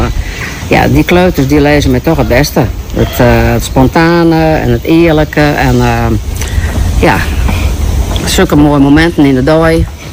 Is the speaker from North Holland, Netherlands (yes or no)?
no; Franeker, Friesland, Netherlands; Ik kom uit Framke natuurlijk.